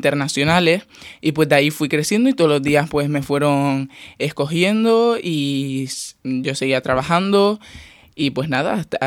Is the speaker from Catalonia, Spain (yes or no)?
no; Teror, Canary Islands, Spain; la verdad que para mí fue un honor pues poder representar a mi pueblo, Teror.